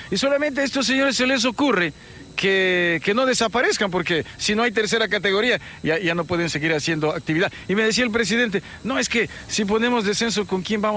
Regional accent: Ambato, Tungurahua, Ecuador; Quien le habla es de Ambato. Yo trabajo en Ambato, trabajo en Riobamba

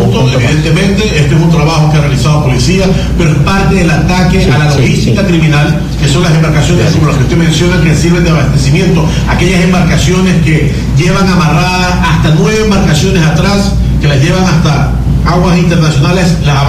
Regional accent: Ecuador; Lo que esperamos nosotros gobierno, como ecuatorianos

